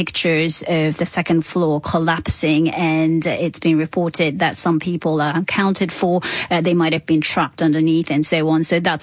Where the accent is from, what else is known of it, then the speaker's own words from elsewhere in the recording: Japan; I remember growing up in Japan, even as a kid, you know, you get warned about a pot